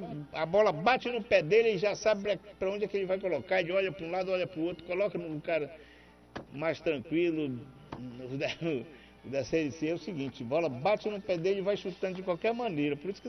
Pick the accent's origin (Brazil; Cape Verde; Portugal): Brazil; Pará; E pode ter certeza que eu sou paraense.